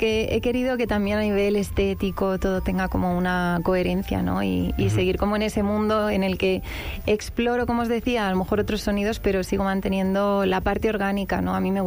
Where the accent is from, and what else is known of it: Madrid, Community of Madrid, Spain